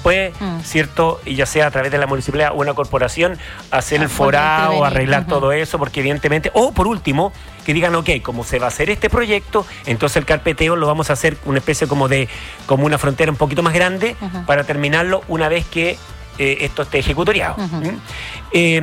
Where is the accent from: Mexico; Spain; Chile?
Chile; Valparaíso; Yo soy porteño